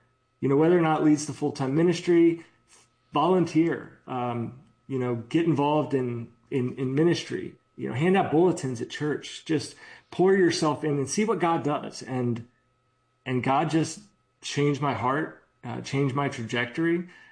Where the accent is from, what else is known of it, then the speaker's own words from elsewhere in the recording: Maryland, United States; growing up in the Baltimore, Washington metropolitan area, that's, you know, it's very similar.